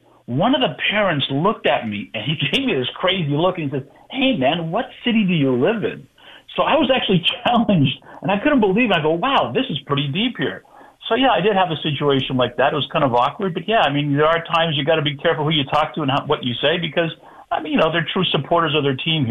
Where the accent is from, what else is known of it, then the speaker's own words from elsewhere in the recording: Montreal, Quebec, Canada; moved away as an adult; now in Oakville, Canada; I'm a Park X Saint-Raul boy.